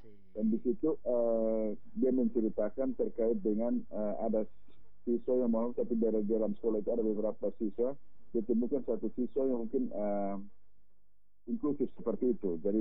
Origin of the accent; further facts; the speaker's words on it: South Central Timor, East Nusa Tenggara, Indonesia; born there; hasil asesmen nasional khusus di tempat kelahiran saya di Kabupaten TTS itu Kakak sering jadi kabupaten terakhir